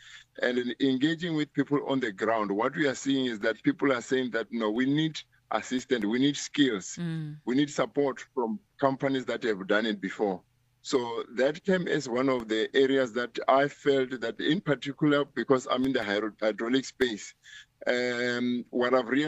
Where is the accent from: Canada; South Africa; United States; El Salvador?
South Africa; now I can say that, now as a South African, a lot is being done